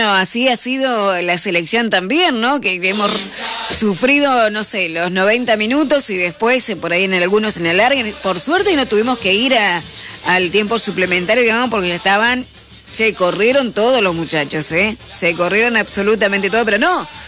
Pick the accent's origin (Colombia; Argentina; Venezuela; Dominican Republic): Argentina; todos somos argentinos.